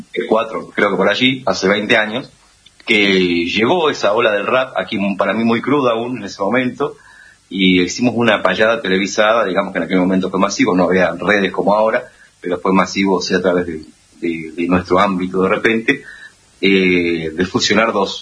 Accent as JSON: {"language": "Spanish", "town": "San Vicente", "region": "Buenos Aires Province", "country": "Argentina", "said": "San Vicente, provincia de Buenos Aires."}